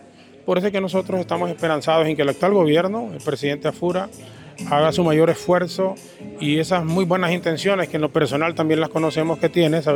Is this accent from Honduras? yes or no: yes; Honduras; todos somos Honduras